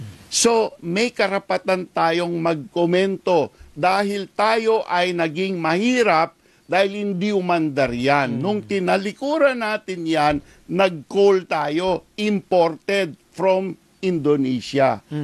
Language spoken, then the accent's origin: Tagalog; Ilocos Region, Philippines; taga Pangasinan po ako, ang layo-layo sa Bataan.